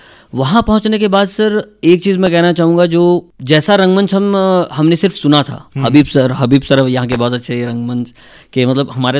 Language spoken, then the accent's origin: Hindi; Varanasi, Uttar Pradesh, India; मैं कहता हूँ कि मैं वाराणसी से आता हूँ या बनारस से मैंने शिक्षा ली